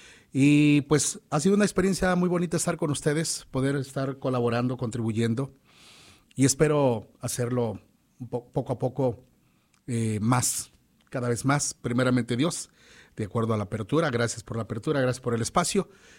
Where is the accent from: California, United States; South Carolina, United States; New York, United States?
California, United States; Bakersfield; now in Yakima, United States; vengo de la ciudad de Bakersfield, California. Tengo 2 años y medio de haberme mudado para acá.